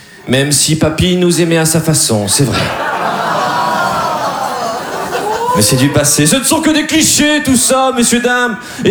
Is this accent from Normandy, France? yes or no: no; Dunkirk, Hauts-de-France, France; Eh bien, moi, je suis de Dunkerque.